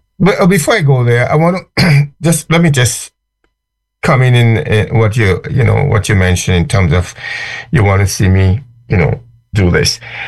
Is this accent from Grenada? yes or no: yes; Saint Patrick, Grenada; moved away; I'm from St. Patrick